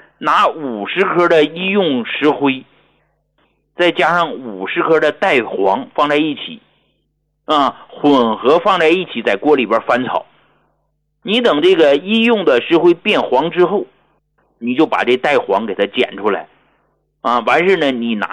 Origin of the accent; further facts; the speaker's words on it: Shenyang, Liaoning, China; 我是沈阳人啊，跟我老伴俩呀、啊、下乡，直到退休才回到沈阳。